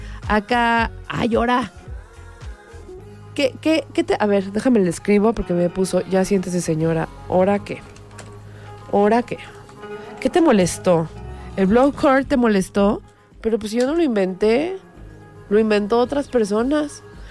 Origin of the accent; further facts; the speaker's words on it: Mexico; soy mexicana, me gusta mi origen, me gustan mis raíces